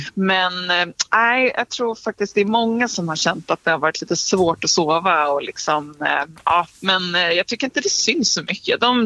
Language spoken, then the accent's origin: Swedish; Sweden; Alltså som svensk, vi hade ju liksom kunnat prata om det här i året ut, tror jag.